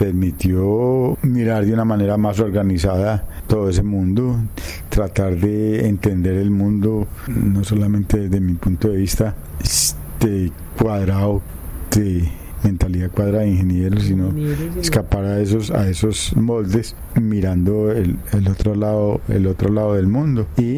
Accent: Sonsón, Antioquia, Colombia; also born or lived in Aguadas; yo no soy de Sonsón. No. Yo nací en Aguadas y me crié en Sonsón.

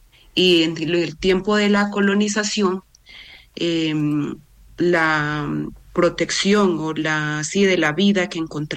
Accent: Colombia; somos uno de los pueblos más grande y más disperso. Somos ahora como casi alrededor de 300.000 emberá

